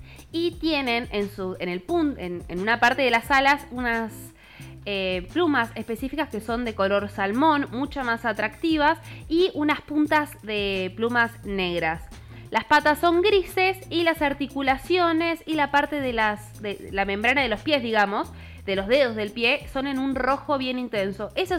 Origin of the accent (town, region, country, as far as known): Argentina